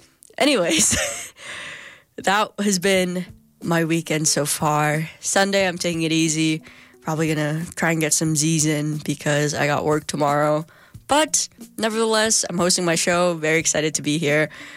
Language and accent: English; Philippines; and I'm Filipino, so a lot of the, and so like this NBA finals, there's like a Filipino